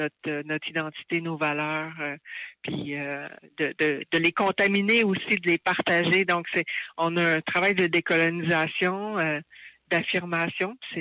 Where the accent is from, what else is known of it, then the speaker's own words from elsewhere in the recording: Mashteuiatsh, Quebec, Canada; Pour moi, je suis Innu de Mastouillat.